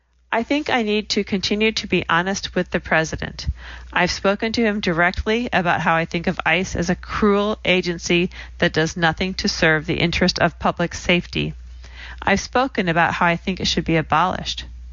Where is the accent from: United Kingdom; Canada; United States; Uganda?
Uganda; born there; I was born in Uganda, East Africa.